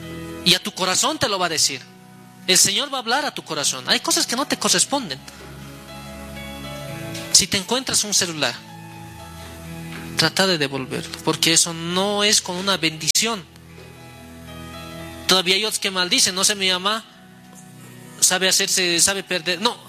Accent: La Paz, Bolivia; born there; Yo cuando era niño estaba por la Balivian

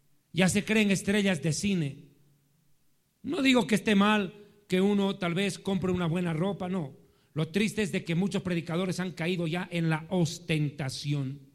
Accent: Bolivia; tan jailones, como decimos en Bolivia

